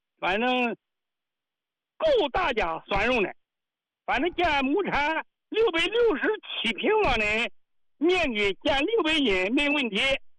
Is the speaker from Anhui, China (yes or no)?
yes; Anhui, China; 满足我们安徽人大豆这个种植。